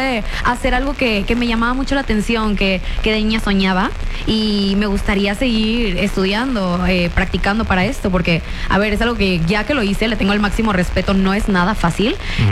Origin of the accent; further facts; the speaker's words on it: Reynosa, Tamaulipas, Mexico; also born or lived in Monterrey; todos piensan que soy también de Tamaulipas porque me crié en frontera.